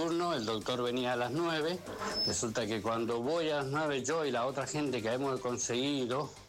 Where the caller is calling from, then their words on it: Alvear Oeste, Buenos Aires, Argentina; de Alvear Oeste